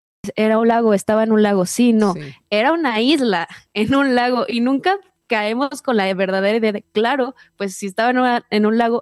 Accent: Mexico City, Mexico; yo soy una compositora que nací y crecí y vivo en la Ciudad de México

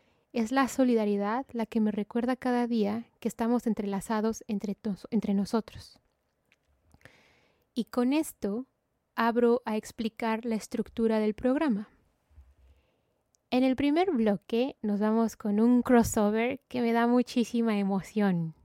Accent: Mexico; muchos de ustedes saben que soy mexicana. Nací y crecí en México.

